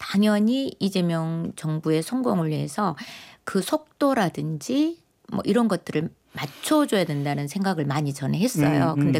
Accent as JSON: {"language": "Korean", "region": "Honam", "country": "South Korea", "said": "저는 호남 사람이거든요"}